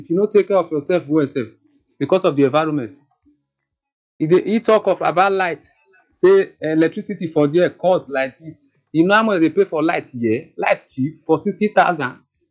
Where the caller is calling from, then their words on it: Alaba, Lagos, Nigeria; Fine, ma. I'm calling from Alaba.